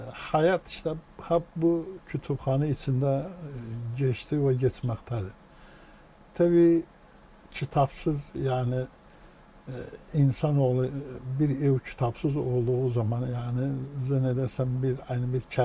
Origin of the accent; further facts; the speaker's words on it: Kirkuk, Kirkuk Governorate, Iraq; 1949'da işte dünyaya göz açtıktan sonra Kerkük'te ilk eğitimi bitirdikten sonra öğretmenler enstitüsünü